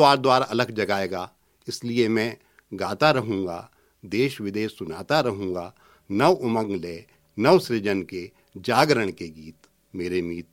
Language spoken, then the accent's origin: Hindi; Shivpuri, Madhya Pradesh, India; मैं शिवपुरी से हूँ